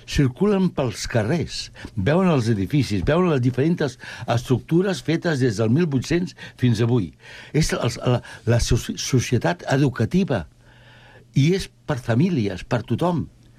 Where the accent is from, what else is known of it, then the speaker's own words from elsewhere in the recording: Sant Cugat del Vallès, Catalonia, Spain; Jo sóc de Sant Cugat i estic enamorat de Sant Cugat, i segueixo estant enamorat.